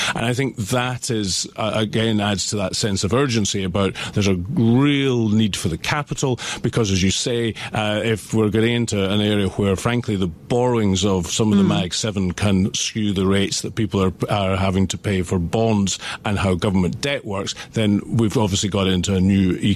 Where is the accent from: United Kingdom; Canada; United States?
United Kingdom; Scotland; I speak as a Scot who spends his time between Scotland and here.